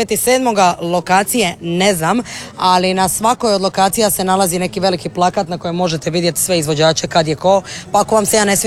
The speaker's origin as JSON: {"language": "Croatian", "town": "Sinj", "region": "Split-Dalmatia County", "country": "Croatia", "said": "Ja sam iz Sinja"}